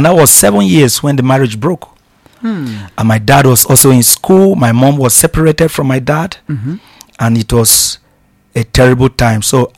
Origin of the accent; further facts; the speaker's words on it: Gboko, Benue, Nigeria; I am from Gboko, Benue State, Nigeria